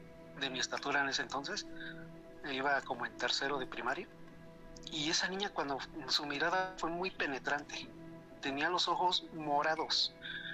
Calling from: San Juan del Río, Querétaro, Mexico; De aquí de San Juan del Río.

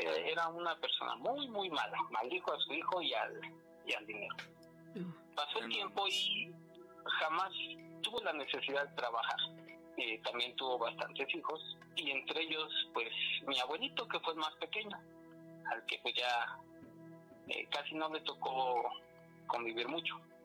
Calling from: Mexico City, Mexico; Nos escuchamos desde la alcaldía Venustiano Carranza.

